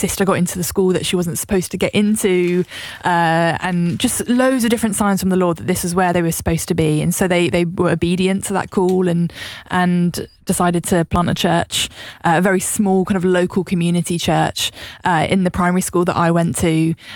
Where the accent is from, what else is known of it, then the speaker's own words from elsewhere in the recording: South West England, United Kingdom; So I grew up in West Wiltshire, so in the southwest, and my dad's family … have been in the kind of same area, same kind of village for like 300, 400 years.